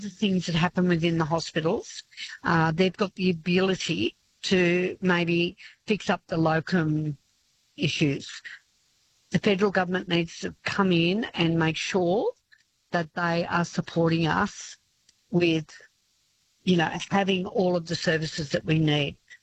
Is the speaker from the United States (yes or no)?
no; Yass, New South Wales, Australia; born there; now in Forbes, Australia; I was born in Yass, so that sort of shocked me to know that you can't have a baby in Yass.